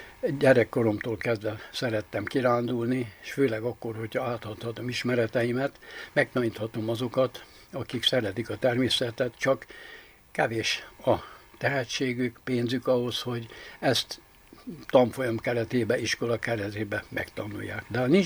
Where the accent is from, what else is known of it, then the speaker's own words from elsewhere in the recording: Baranya, Hungary; moved away; gyerekkoromban, mint a Mecsekben nőttem fel, Baranya megyébe, a hegyek között, közel az erdőhöz